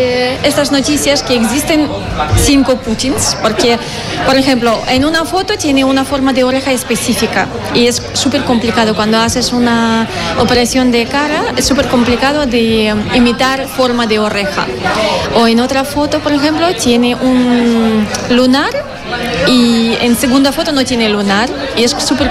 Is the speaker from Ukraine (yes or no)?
yes; Ukraine; now in Basque Country, Spain; Yo vengo de Ucrania